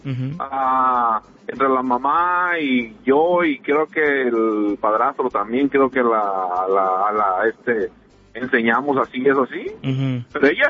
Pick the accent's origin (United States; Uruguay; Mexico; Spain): Mexico; moved away